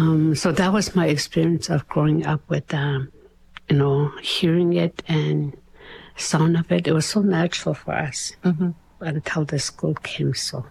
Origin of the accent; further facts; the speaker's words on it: Délı̨nę, Northwest Territories, Canada; I'm from Delina, where the Great Bear Lake is beautiful, huge, huge lake. Growing up, there was hardly any technology, no cell phone, no TV. Our community was very small.